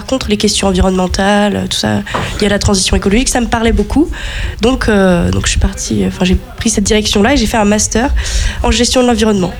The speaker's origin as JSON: {"language": "French", "region": "Brittany", "country": "France", "said": "nous, dans le Finistère, on est pas mal du tout."}